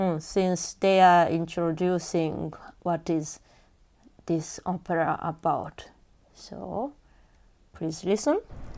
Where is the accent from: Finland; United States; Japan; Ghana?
Japan; English is a second language; so I come from Japan, and in Japan, like, Western or European classic music is something not nerdy, but not everybody is listening to.